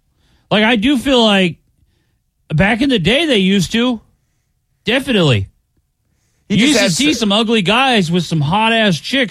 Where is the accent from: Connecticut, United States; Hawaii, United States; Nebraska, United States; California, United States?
Nebraska, United States; I'm from that area. I'm from Nebraska.